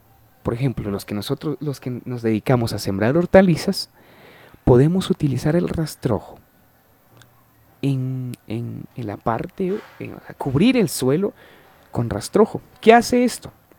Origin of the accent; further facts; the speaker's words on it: San Miguel Ixtahuacán, San Marcos, Guatemala; tanto como guatemaltecos, como de San Miguel Ixtahuacán, representa nuestra cultura.